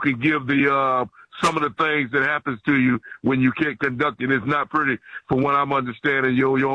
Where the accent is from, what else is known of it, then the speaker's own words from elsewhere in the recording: Houston, Texas, United States; I grew up in Texas, in Houston, Texas, for that matter.